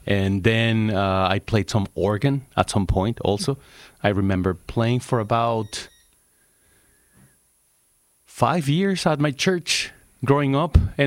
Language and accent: English; Torreón, Coahuila, Mexico; moved away; I remember growing up in Torreón, next to Lerdo, sister city, by the way.